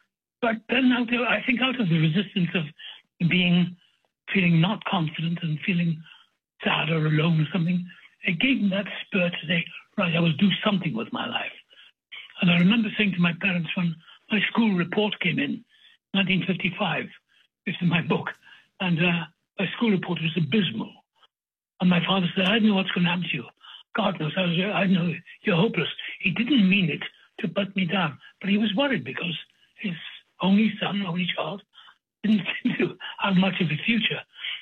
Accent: Wales, United Kingdom; now in United States; I'm Welsh, and that's it.

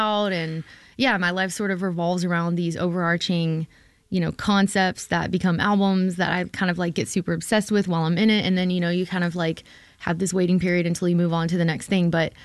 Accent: Golden, Texas, United States; a sign in my hometown, this little tiny town in East Texas. And the sign said, Golden, Texas, which is the town, somewhere in the middle of nowhere.

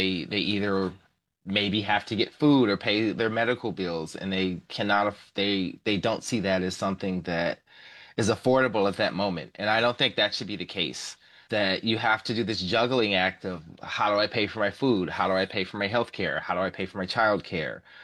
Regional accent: Chicago, Illinois, United States; moved away; I'm actually from Chicago.

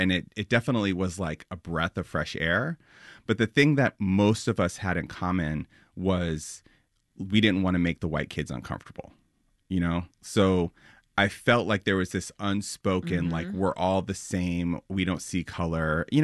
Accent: New York, United States; born or raised there

